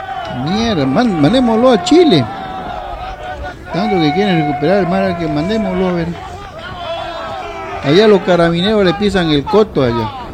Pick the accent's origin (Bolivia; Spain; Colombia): Bolivia; Bolivian eastern lowlands; yo estoy convencido nomás que somos los cambas